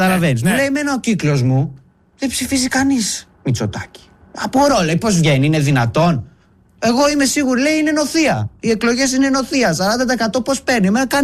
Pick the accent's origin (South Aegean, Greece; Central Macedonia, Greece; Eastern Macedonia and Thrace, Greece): Central Macedonia, Greece; Thessaloniki; Θεσσαλονίκη.